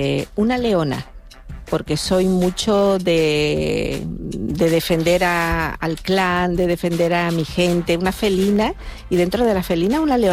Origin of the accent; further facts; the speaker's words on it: La Palma, Canary Islands, Spain; en La Palma, en el Circo de Marte, en mi tierra